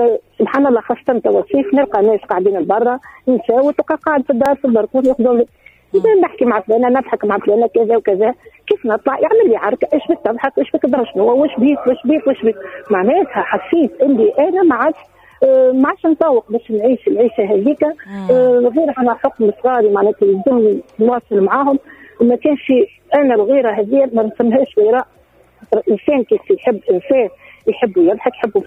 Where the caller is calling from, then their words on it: Nabeul, Nabeul Governorate, Tunisia; أنا إمنا من نابل